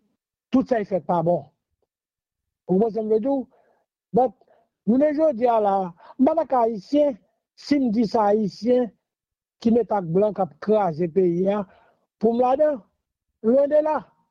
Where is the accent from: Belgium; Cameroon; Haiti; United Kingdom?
Haiti; Moi même je suis haïtien, moi même Haïti, moi même pays